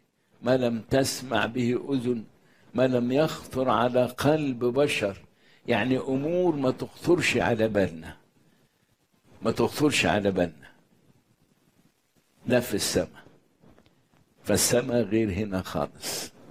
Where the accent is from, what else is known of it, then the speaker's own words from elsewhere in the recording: Egypt; وخصوصا في بلدنا مصر أن يقولوا علينا نصارى،